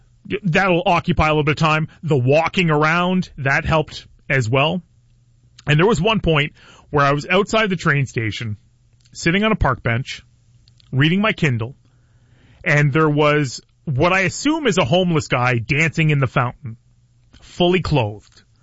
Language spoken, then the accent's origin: English; Ireland; The gift of gab, I'm Irish, I kissed the Blarney Stone.